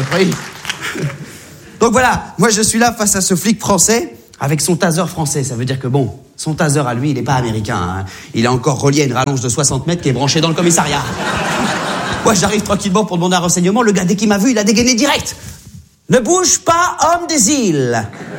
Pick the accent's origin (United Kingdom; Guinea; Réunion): Réunion